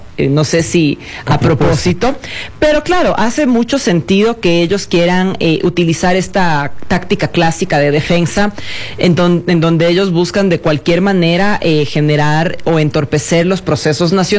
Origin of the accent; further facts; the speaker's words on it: Ecuador; como ecuatorianos entiendo que nos moleste